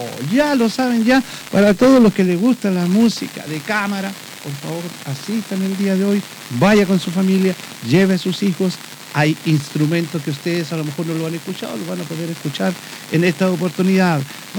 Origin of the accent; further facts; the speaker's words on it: Chile; Somos nosotros los chilenos.